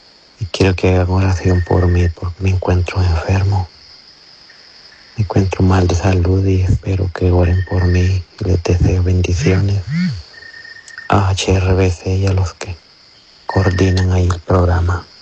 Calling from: Lempira, Honduras; Le hablo de Lempira

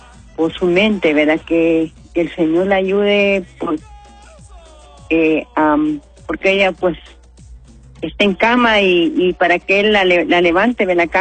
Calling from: Siguatepeque, Comayagua, Honduras; Llamo de Siguatepeque.

